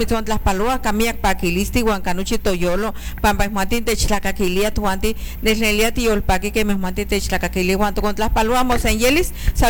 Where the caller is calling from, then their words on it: Tamazunchale, San Luis Potosí, Mexico; de Cojolapa, Tamazunchale de San Luis Potosí.